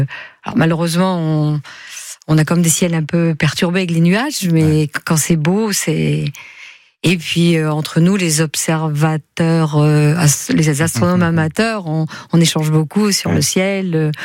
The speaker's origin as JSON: {"language": "French", "region": "Brittany", "country": "France", "tie": "born or raised there", "said": "je suis née aussi au bord de mer, à la campagne, ah, oui, mais en Bretagne, pas loin de la mer."}